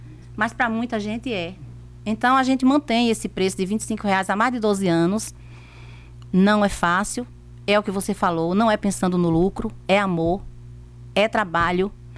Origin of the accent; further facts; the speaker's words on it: Brazil; Eu sou brasileira, também sou brasileira